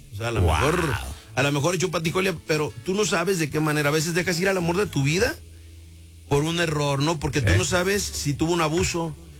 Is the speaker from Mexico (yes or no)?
yes; Mexico; Siendo el primer mexicano, gracias a Dios, en la historia en haber ganado premios Billboard.